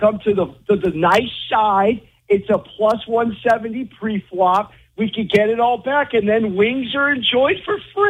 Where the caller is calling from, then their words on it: San Diego, California, United States; I'm from San Diego. It's a lot of nice weather